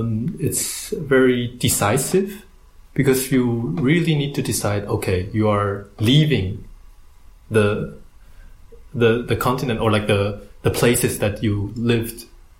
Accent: Taiwan; I'm traveling from Taiwan to here, and I met a lot of people

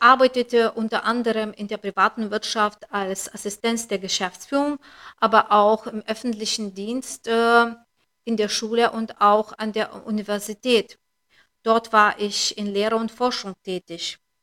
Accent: Lithuania; first language Lithuanian; German is a second language; Meine Muttersprache ist Litauisch und ich habe in der damaligen Sowjetunion eine der litauischen Schulen besucht, die in Litauen die Mehrheit ausmachten.

